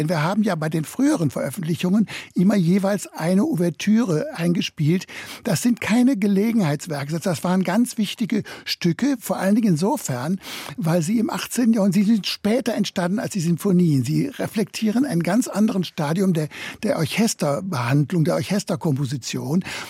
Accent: North Rhine-Westphalia, Germany; Ich bin ja eben aufgewachsen im Sendebereich des Westdeutschen Rundfunks.

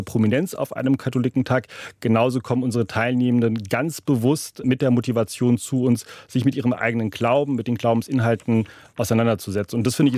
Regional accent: Rhineland, Germany; Ich komme aus dem Rheinland, wo man in eine Volkskirche hineingeboren wurde.

